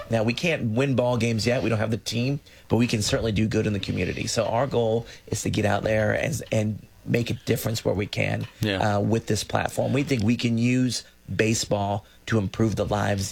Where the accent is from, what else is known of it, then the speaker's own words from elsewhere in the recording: Orlando, Florida, United States; we're all from Orlando. We all grew up here. It still feels small to us.